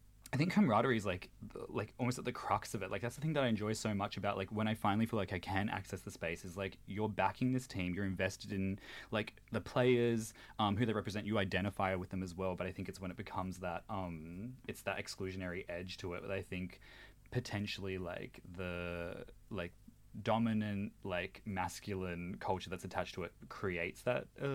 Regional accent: Australia; I'm Australian

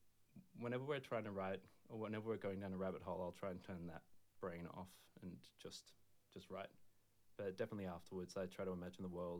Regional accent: Singapore; also born or lived in Australia; So it was definitely growing up in Singapore as well, just being exposed to all of Southeast Asia and all the culture.

